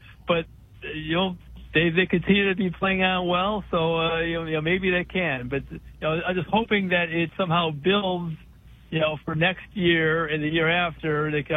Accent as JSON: {"language": "English", "town": "Evergreen Park", "region": "Illinois", "country": "United States", "tie": "born or raised there", "said": "I grew up in Evergreen Park in the south suburbs of Chicago, so I grew up a White Sox fan."}